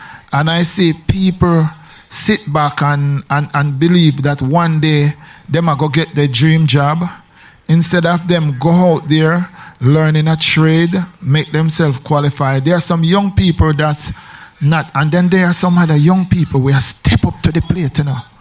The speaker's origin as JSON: {"language": "English", "country": "Jamaica", "said": "Me sorry, me not African. Me a black Jamaican."}